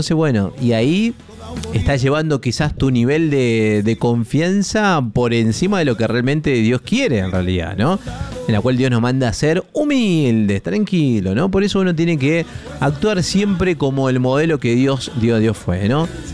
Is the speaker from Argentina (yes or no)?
yes; Argentina